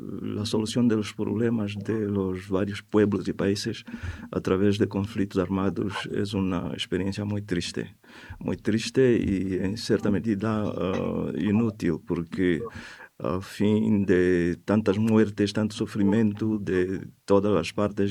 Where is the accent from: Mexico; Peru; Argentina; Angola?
Angola; Spanish is a second language; La experiencia de lo que ha pasado en mi país es una pésima experiencia que sigue teniendo consecuencias hasta el momento presente. Nosotros lo vivimos en carne y hueso.